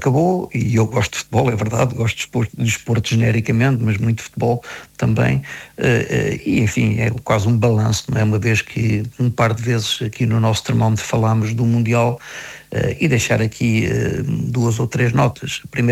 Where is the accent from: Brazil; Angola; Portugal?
Portugal; Lisbon; now in Braga, Portugal; Eu sou nado em Braga, de facto, não sou criado em Braga, eu cresci em Lisboa, mas voltei para Braga e vivo aqui há muitos anos